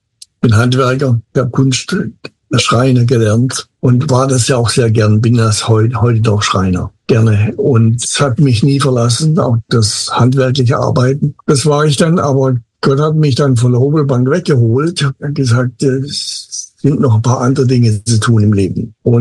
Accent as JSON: {"language": "German", "region": "Baden-Württemberg", "country": "Germany", "said": "Und ich bin Schwabe"}